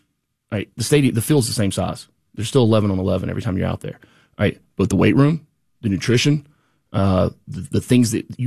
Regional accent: Birmingham, Alabama, United States; moved away; We're both from Birmingham.

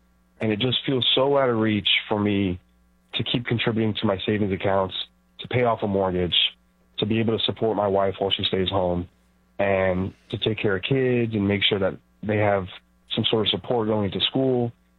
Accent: San Diego, California, United States; I'm from San Diego, California. I'm 24 years old

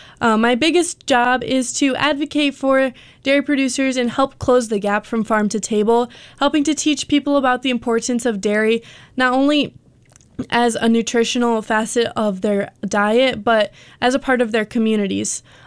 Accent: Iowa, United States; I'm originally from Northeast Iowa. I didn't grow up on a dairy farm. My family raising row crops and beef.

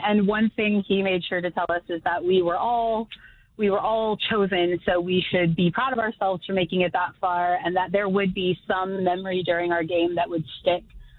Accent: Fayetteville, West Virginia, United States; I actually grew up in Fayetteville, West Virginia. I'm from Fayette County originally.

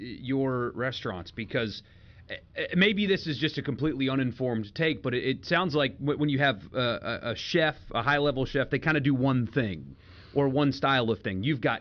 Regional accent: South Carolina, United States; moved away; I grew up in South Carolina, yeah. And I'm here now forever.

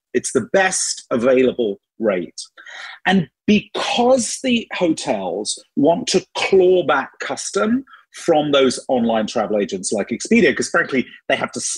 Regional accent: United Kingdom; moved away as an adult; now in United States; I grew up in Britain. I've lived in America for most of my adult life, but I grew up in Britain.

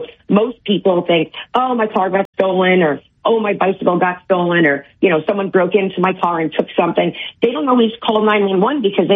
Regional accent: New York City, New York, United States; I'm from New York City

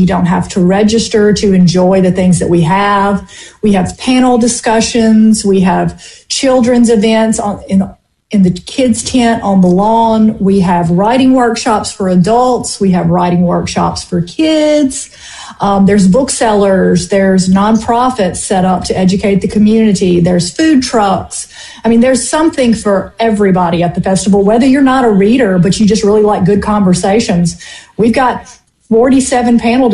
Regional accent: Mississippi, United States; I'm from the Mississippi Delta. There's not a whole lot to do.

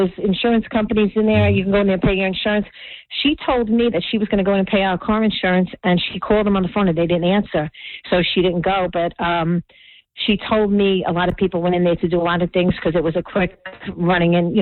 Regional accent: New York, United States; now in Toms River, United States; I was born and raised Bronx, New York.

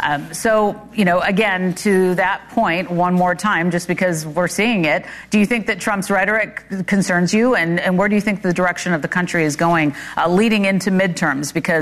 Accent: California, United States; I'm from California.

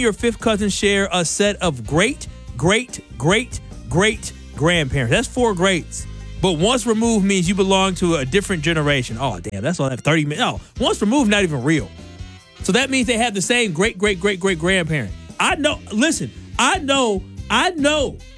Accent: the South, United States; Okay, yeah, no. I'm from the South.

